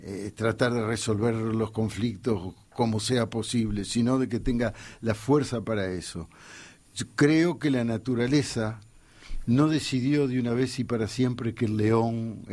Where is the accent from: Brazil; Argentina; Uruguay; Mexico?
Uruguay; Yo considero que, visto como uruguayo